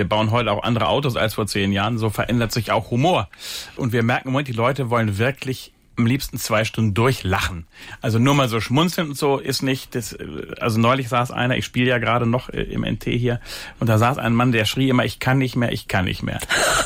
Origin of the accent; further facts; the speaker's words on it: Germany; Ich bin ja auch Deutscher